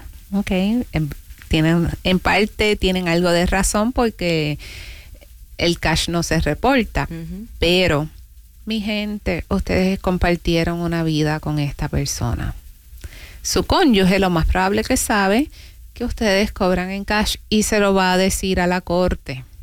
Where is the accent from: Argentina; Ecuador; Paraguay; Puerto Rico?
Puerto Rico; now in Florida, United States; Soy la primera puertorriqueña, hispanohablante, conocedora de la cultura latina que se está postulando para una posición de juez en el condado de Pinellas y Pasco County.